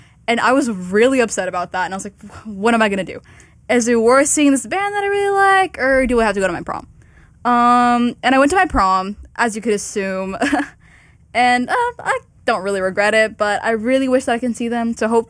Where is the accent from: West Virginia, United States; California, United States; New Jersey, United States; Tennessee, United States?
California, United States; San Francisco; I really wanted to see them when they were on concert back home, because I'm from San Francisco.